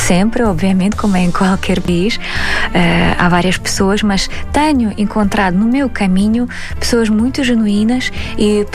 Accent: Minsk, Belarus; Portuguese is a second language; moved away as an adult; now in Portugal; Sou de Minsk, sim.

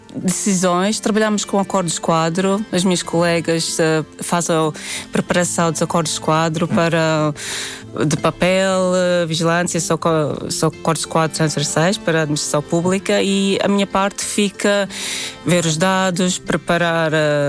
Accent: Latvia; Portuguese is a second language; Perguntavam de onde é que eu sou, disse que eu sou da Letónia.

